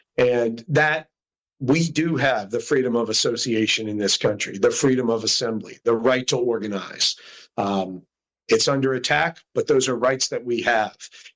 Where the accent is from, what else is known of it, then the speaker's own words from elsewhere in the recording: Morgantown, West Virginia, United States; born there; Well, I started off, I was born in Morgantown, and my mom's from Greenbrier County, more far southern, Nicholas Greenbrier areas. My dad's from up in Altoona, PA, railroad country. And they met up around Morgantown, so that's where I came into the picture.